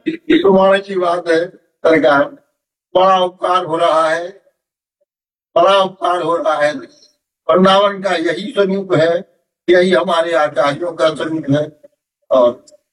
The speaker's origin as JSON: {"language": "Hindi", "town": "Orchha", "region": "Madhya Pradesh", "country": "India", "said": "ओरछा मंडल का रहने वाला हूँ और हमारे पूर्वज ओरछा में लाए गए थे"}